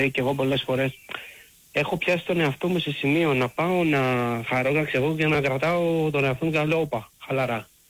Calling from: Corinth, Peloponnese, Greece; από Κόρινθο.

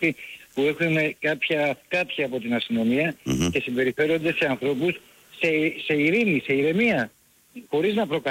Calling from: Piraeus, Attica, Greece; Έλα, Βαγγέλη … φίλε από Πειραιά.

